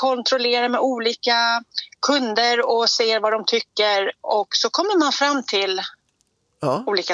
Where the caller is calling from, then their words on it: Täby, Stockholm County, Sweden; Jag kommer från Täby, men nu är jag på väg ut mot Norrtälje